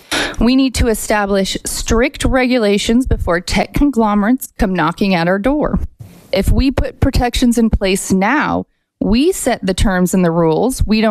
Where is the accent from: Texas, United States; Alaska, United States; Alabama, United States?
Alaska, United States; Salcha; I'm a resident of the Fairbanks North Star Borough, and I'm both from Salcha and Fairbanks.